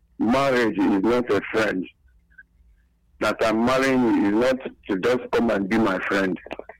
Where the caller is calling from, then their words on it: Ebonyi, Nigeria; I'm calling from Ebony State area